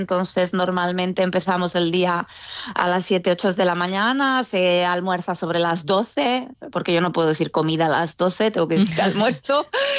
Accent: Zaragoza, Aragon, Spain; a veces los grupos cuando se enteran que soy de Zaragoza me cantan alguna jota y me hacen llorar

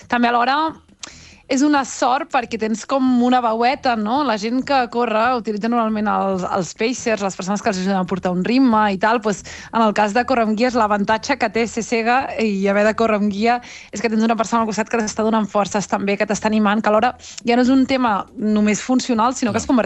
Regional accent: Vilassar de Mar, Catalonia, Spain; jo visc, que soc de Vilassar de Mar

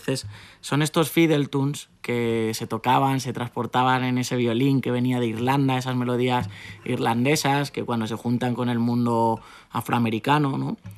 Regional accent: Tornavacas, Extremadura, Spain; estoy componiendo con una base muy fuerte en el bluegrass y en el folclore de mi tierra, Extremadura, Tornavacas, saludito para la gente de allí.

